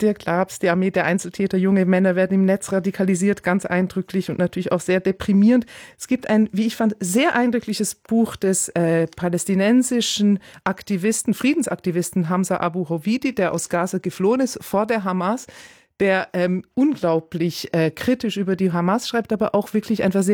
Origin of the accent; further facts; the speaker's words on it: United Kingdom; ich bin ja selber Britin